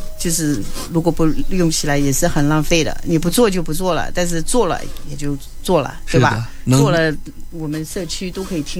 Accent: China; moved away; 我们中国人

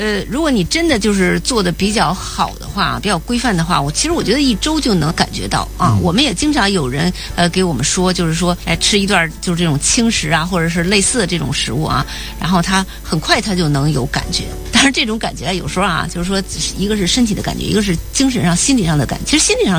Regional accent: China; 如果我们中国人口味适合的，

